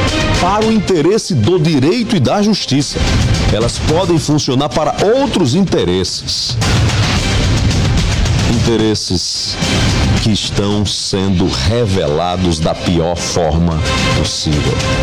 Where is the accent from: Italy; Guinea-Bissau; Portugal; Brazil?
Brazil; nós brasileiros, cidadãos que pagamos esta alta conta.